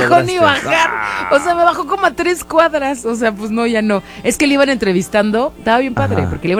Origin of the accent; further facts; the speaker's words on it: Mexico; Y yo, señora, soy de México.